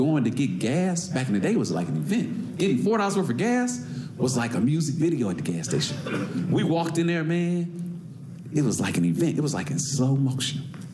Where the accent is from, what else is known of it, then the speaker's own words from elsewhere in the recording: Detroit, Michigan, United States; I'm from Michigan, Detroit. In the wintertime, it gets cold.